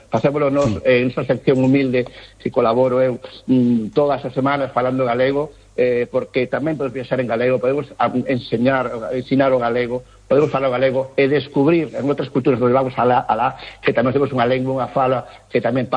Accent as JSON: {"language": "Galician", "region": "Galicia", "country": "Spain"}